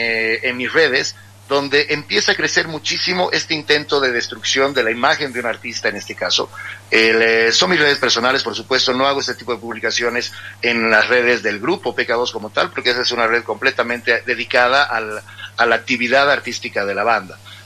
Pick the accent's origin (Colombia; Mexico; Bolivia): Bolivia; La Paz; Lo que pasa es que yo soy un paseño querendón de mi tierra. Yo vivo, yo he crecido, vivido, he hecho mi carrera desde mi hermosa La Paz